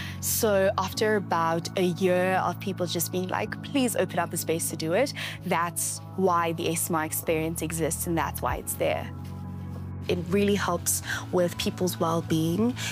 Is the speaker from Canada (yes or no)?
no; South Africa; first language Zulu; English is a second language; I've never heard it in my mother tongue. I've never heard it in a South African language.